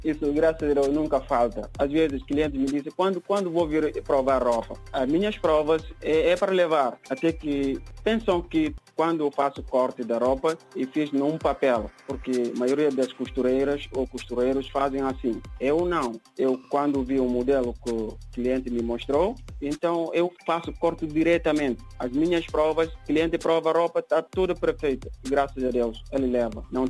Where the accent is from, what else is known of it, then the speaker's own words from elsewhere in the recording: Bissau, Guinea-Bissau; moved away as an adult; now in Portugal; Nasci em Guiné.